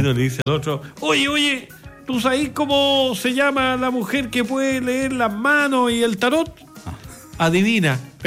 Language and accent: Spanish; Peumo, O'Higgins, Chile; en mi pueblo, en Peumo, tengo que nombrarlo, en la sexta región